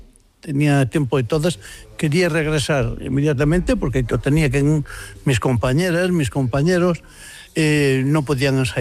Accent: Galicia, Spain; now in Basque Country, Spain; yo soy de aquí, tengo la suerte de ser de aquí, de ser gallego, pero vivo en el País Vasco, en Euskadi.

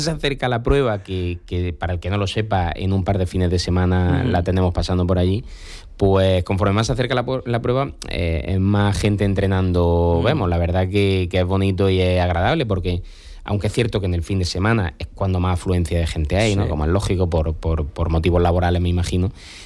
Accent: Enix, Andalusia, Spain; el primer fin de semana de octubre era de los más importantes del año, porque claro, eran las fiestas de mi pueblo.

